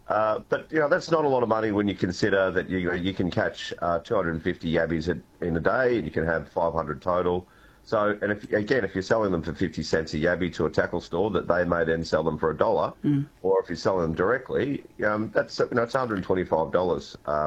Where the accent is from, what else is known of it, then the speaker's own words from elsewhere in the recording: Euroa, Victoria, Australia; I grew up in Euroa, so I'm not far away from Shepparton